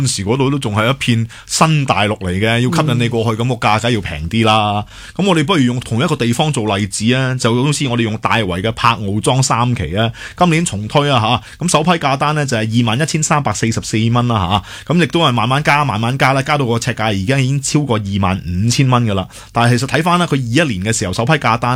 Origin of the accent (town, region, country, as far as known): Hong Kong